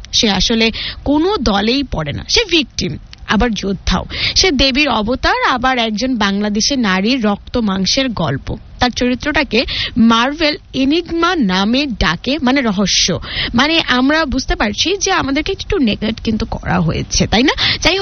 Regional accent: Bangladesh

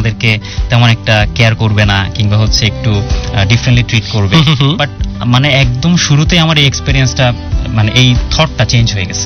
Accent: Bangladesh; আমরা বাংলাদেশি বাঙালিরা

